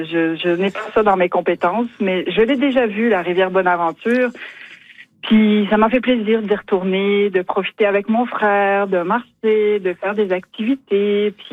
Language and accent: French; France; now in Carleton-sur-Mer, Canada; C'est vrai, mais vous l'entendez dans mon accent, je suis pas forcément d'ici. Je suis, oui, habitante à Carleton-sur-Mer, mais je suis néo-gaspésienne. Et donc, ma famille, quand elle débarque de France, là, pour me voir, c'est difficile de dire non.